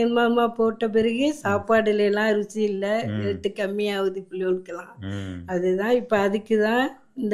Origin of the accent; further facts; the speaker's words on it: Nallambal, Puducherry, India; சொந்த ஊர் வந்து இதே தான், நல்லம்பல் தான்.